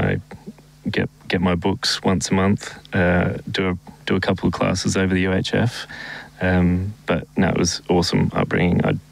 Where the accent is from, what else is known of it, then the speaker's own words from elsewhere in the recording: Adelaide, South Australia, Australia; also born or lived in Mildura / Riverland / Darwin; now in Geelong, Australia; I was born in Mildura, lived in Adelaide with both my parents. Dad moved up to the country. He was a shearer. So I ended up living a bit of my life in Adelaide, and then a bit up in the Riverland in Wakery